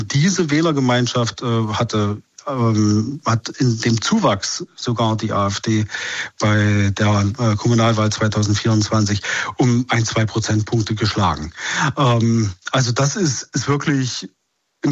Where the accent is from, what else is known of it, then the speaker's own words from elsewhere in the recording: Querfurt, Saxony-Anhalt, Germany; Ich komme aus Querfurt, da sitzen Schnellroder, Götz Kubitschek.